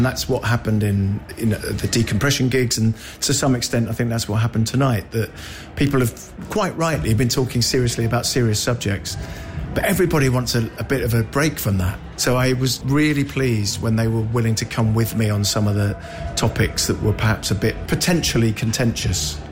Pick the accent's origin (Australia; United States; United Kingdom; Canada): United Kingdom; Aldershot, South East England; But I grew up in a military town. I was born in Aldershot.